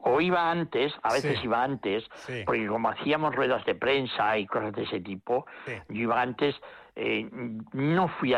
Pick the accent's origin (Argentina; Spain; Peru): Spain; Vitoria, Basque Country; yo soy de Vitoria